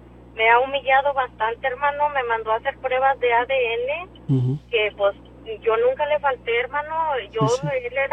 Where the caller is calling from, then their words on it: Edinburg, Texas, United States; hablo de aquí de Edimburgo.